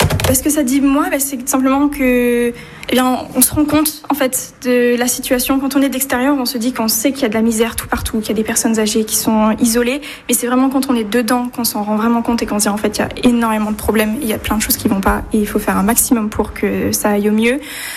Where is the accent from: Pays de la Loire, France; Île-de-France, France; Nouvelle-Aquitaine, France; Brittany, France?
Nouvelle-Aquitaine, France; Bruges; j'ai 20 ans et je viens de Gironde. Je suis née à Bruges et j'ai grandi toute ma vie en Gironde.